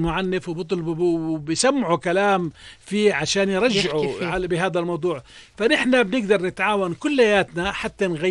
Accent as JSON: {"language": "Arabic", "country": "Jordan", "said": "58 ألف حالة عندنا بالأردن"}